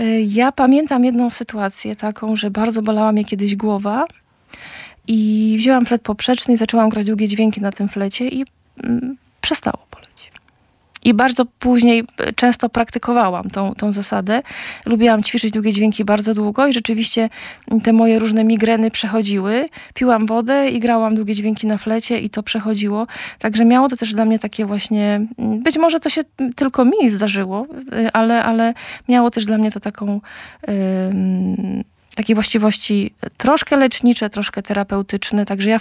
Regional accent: Polish highlands, Poland; moved away as an adult; jako góral

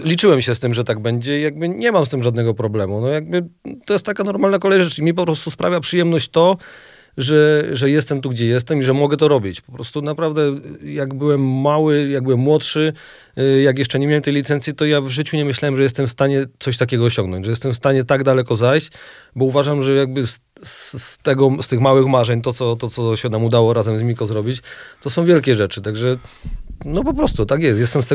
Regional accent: Jordanów, Lesser Poland, Poland; ja pochodzę z Jordanowa, to jest taka mniejsza miejscowość koło Rabki Zdrój w Małopolsce.

